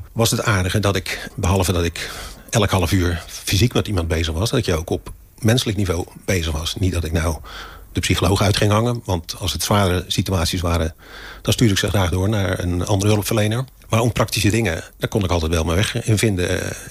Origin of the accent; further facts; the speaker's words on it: Heusden, North Brabant, Netherlands; born there; moved away; also born or lived in Rozenburg; Geboren in Heusden, in Brabant. Daar zijn we, omdat mijn vader bij Verholmen werkte, dus een scheepsvaartbedrijf, gingen we uit Brabant naar hier naar Rotterdam, naar Rozenburg.